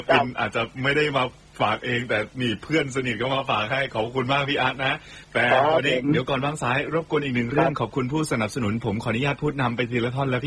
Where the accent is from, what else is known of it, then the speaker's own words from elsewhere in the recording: Southern Thailand, Thailand; เราได้คุยกับผมด้วยแล้วผมก็เป็นคนใต้ด้วย